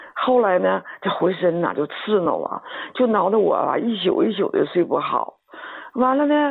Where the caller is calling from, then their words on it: Heilongjiang, China; 我是黑龙江的。